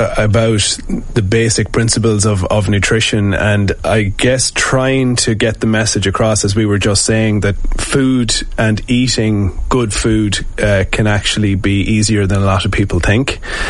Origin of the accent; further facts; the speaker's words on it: Sligo, Connacht, Ireland; moved away as an adult; now in Dublin, Ireland; So I'm from Sligo, but I'm in Dublin now for nearly 20 years